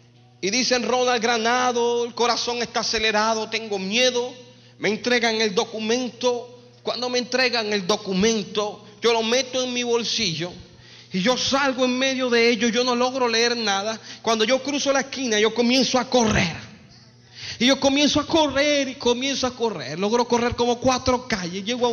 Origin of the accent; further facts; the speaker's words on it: Colombia; Me llevan a un lugar en mi país que se llama Caimito Sucre.